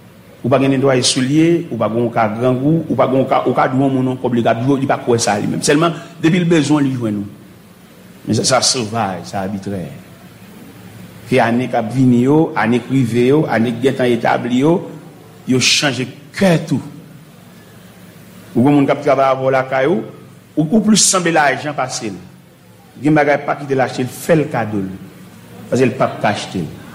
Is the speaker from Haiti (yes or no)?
yes; Haiti; nous-mêmes haïtiens chrétiens